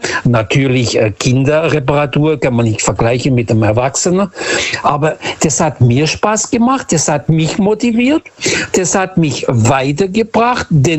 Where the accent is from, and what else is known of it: Lisbon, Portugal